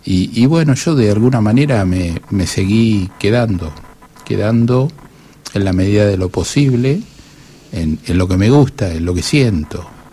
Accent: Argentina; born there; mi país es Argentina, nací en mi país

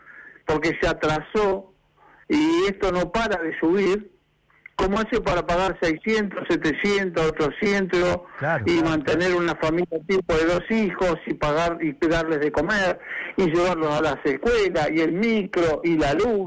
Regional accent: Comodoro Rivadavia, Chubut, Argentina

